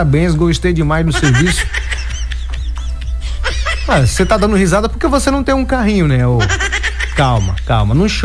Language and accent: Portuguese; Brazil; Eu também sou brasileiro, né?